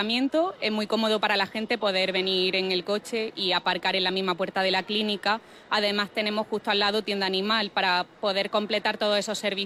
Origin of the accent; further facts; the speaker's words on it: Granada, Andalusia, Spain; acercar el cuidado de las mascotas a Granada, que es mi ciudad natal y le tengo un cariño especial.